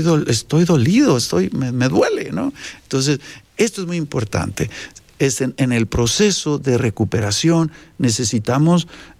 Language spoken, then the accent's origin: Spanish; Sonora, Mexico; yo soy de Sonora, Tijuana, Sonora